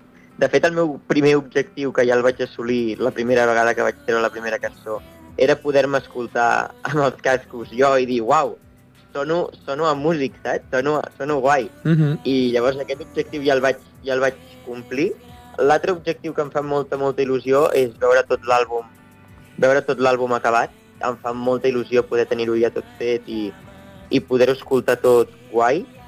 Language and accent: Catalan; Sabadell, Catalonia, Spain; jo de molt petitó tocava aquí a Sabadell